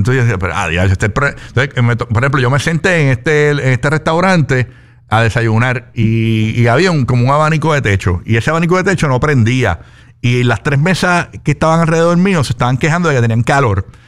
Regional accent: Puerto Rico; Es un calor con el que los boricuas podemos bregar

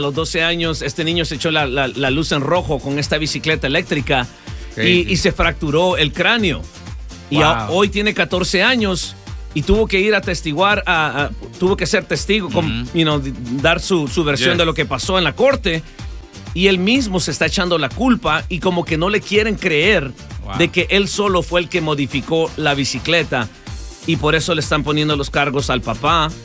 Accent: El Salvador; moved away; growing up, me acuerdo en El Salvador, de donde soy yo

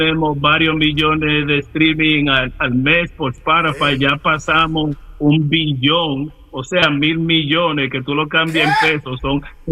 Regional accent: Dominican Republic; mientras en mi país, que yo adoro, República Dominicana, solamente hay 11 millones, entonces uno tiene que repartir el merengue por todo el mundo.

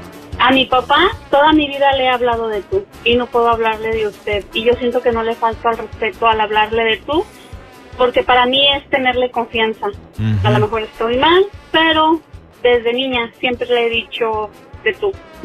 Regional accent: San Julián, Jalisco, Mexico; now in Inglewood, United States; Mándale saludos a San Julián, Jalisco, que es de donde yo soy.

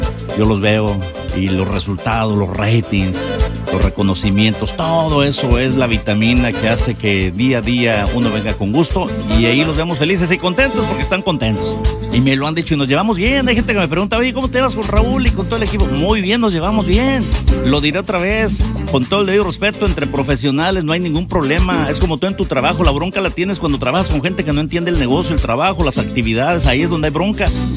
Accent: Morelia, Michoacán, Mexico; soy de Morelia, Michoacán, ya me conocen, ya nos conocemos.

